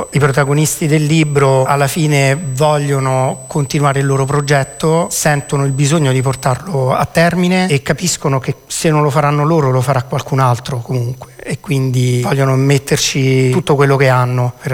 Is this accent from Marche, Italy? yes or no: no; Sicily, Italy; moved away; also born or lived in Rome; in Sicilia, che è la mia terra d'origine